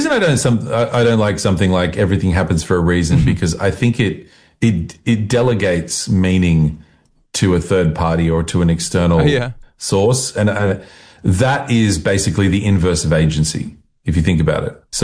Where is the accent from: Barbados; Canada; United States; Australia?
Australia; I'm Australian, it's a cultural thing.